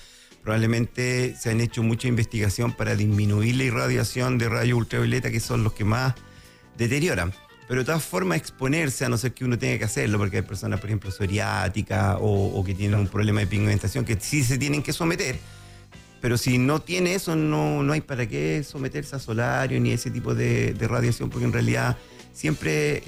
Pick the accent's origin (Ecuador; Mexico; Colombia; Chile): Chile; los locos que hicimos la vacuna somos todos chilenos.